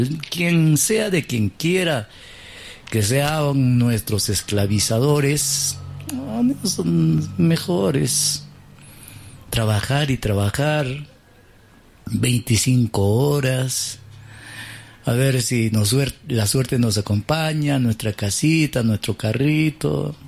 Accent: Peru; Nosotros como peruanos

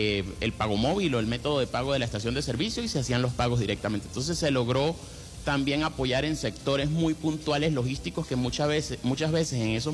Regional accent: Venezuela; Como venezolanos todos estamos muy sentidos por lo ocurrido

